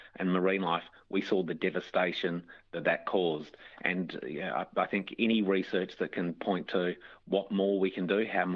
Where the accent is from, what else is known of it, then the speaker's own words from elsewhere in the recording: Mount Gambier, South Australia, Australia; then went back to my hometown of Mount Gambier for a couple of days to participate in events and see some of the Aboriginal elders that I grew up